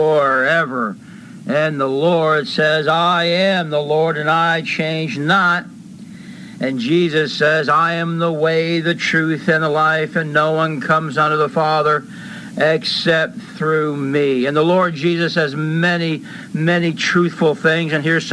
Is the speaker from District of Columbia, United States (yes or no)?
no; Bethlehem, Pennsylvania, United States; And I'm here from Bethlehem, Pennsylvania, the house of bread, to proclaim the bread of life.